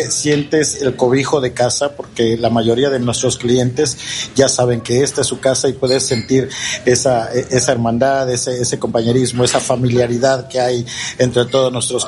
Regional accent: Veracruz, Mexico; Y pues como buenos jarochos, el mondongazo del domingo.

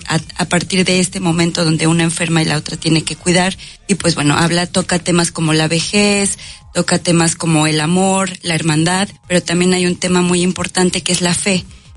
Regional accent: Xalapa, Veracruz, Mexico; Yo soy de Jalapa. Crecí en Jalapa, pero bueno, con mucha cercanía al puerto

